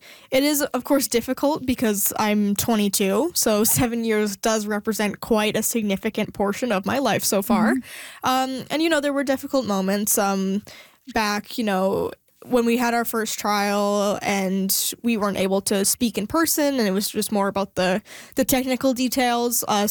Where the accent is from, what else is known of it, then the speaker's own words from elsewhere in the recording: Saskatoon, Saskatchewan, Canada; being here on the prairies, I was born and raised here in Saskatoon. This is a place I love